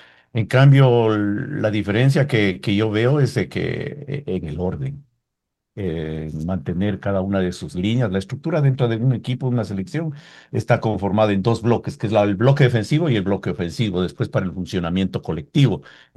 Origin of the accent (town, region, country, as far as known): Ecuador